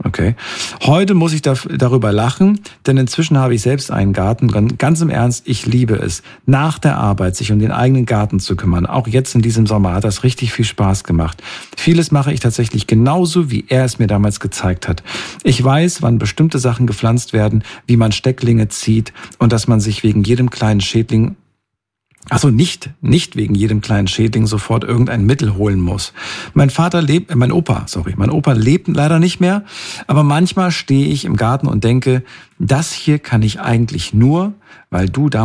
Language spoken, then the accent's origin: German; North Rhine-Westphalia, Germany; komme aber auch aus NRW.